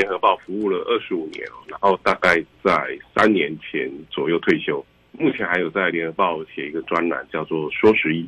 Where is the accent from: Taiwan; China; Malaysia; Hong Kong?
Taiwan; Taipei; 我是出生在那个北投哦。那北投就是温泉最有名嘛，所以从小就是在温泉硫磺气还有北投以前的酒家菜香里面长大的